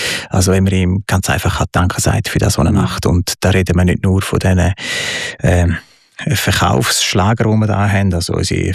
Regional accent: Italy; also born or lived in Uster, Switzerland; Und somit bin ich halt zwungenermaßen in Italien aufgewachsen. Und das ist der italienische Einschlag

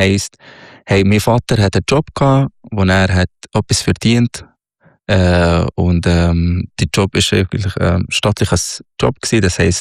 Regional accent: Minya, Minya Governorate, Egypt; now in Switzerland; Ich bin im Oberägypten aufgewachsen, am Nildelta, in El Minya. Das ist 3 Stunden südlich von Kairo, die Hauptstadt. In einem ja, sehr traditionelles Dorf, sozusagen, aber Dorf.

